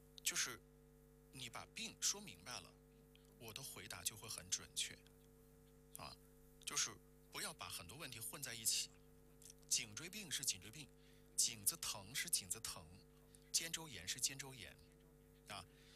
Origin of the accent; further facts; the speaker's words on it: China; 我们中国人是中国人，我们不是欧美人，我们不是他那的体质，我们就是亚洲人，我们就是中国人的体质